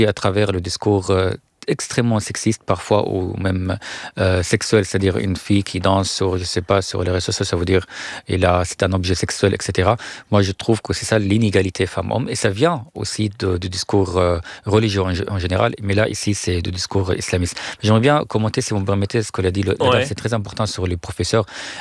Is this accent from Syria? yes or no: yes; Syria; moved away; quand je dessine la carte de Moyen-Orient au tableau et j'indique tel pays ou tel pays d'où je suis venu, je viens de la Syrie, ça c'est le Liban, ça c'est Israël.